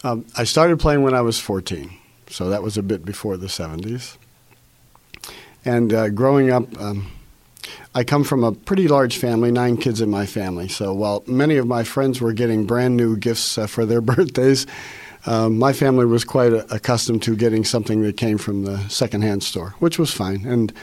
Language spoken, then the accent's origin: English; New Castle, Pennsylvania, United States; Growing up in Newcastle, when I first went into 10th grade, into high school, they had just built a vocational school that was a few miles outside of town, out in Shenango Township.